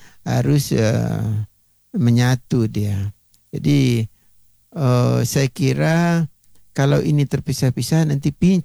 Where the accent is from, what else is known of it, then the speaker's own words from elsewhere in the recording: West Sumatra, Indonesia; now in Jakarta, Indonesia; kalau kita orang Minang ya kita ada di Jakarta sekarang banyak ya sekali-sekali kita komunikasi dengan anak-anak dalam bahasa Minang umpamanya.